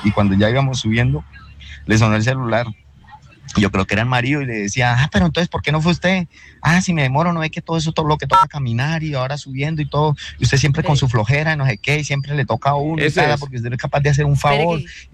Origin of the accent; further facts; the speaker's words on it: Bucaramanga, Santander, Colombia; Bucaramanga.